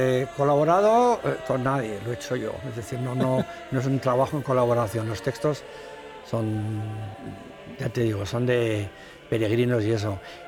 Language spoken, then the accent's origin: Spanish; Madrid, Community of Madrid, Spain; moved away as an adult; also born or lived in Alicante / Benidorm; now in New York, United States; yo, aunque soy de Alicante, me crié en Madrid.